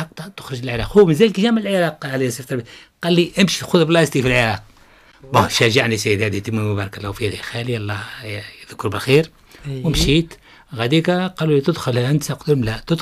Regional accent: Tunisia; also born or lived in Baghdad, Iraq; انا تونسي الوحيد

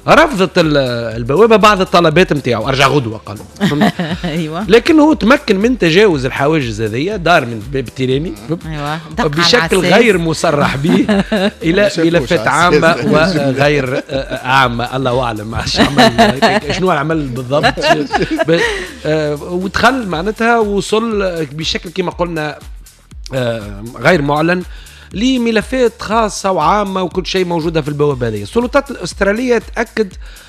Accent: Tunisia; عندنا في تونس

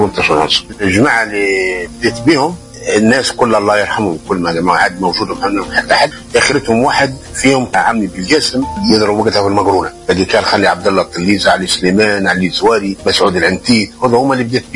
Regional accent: Zarzis, Medenine, Tunisia; تأسست عام 1966 بجرجيس. في البداية أنا عمري 13 سنة.

